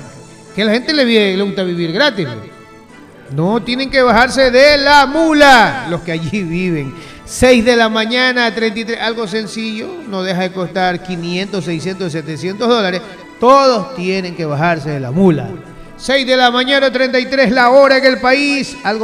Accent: Manta, Manabí, Ecuador; also born or lived in Guayaquil; yo no nací ahí, yo nací en Guayaquil. Y por cosas del destino y porque Dios así lo quiso, desde el primer año de edad creo que ya vivo aquí en Manta. O sea, tengo 50 y voy a cumplir 54 años viviendo en Manta.

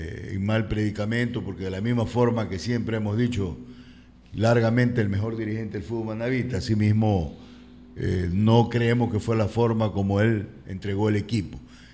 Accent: Manabí, Ecuador; Indudablemente somos manavistas y somos ecuatorianos.

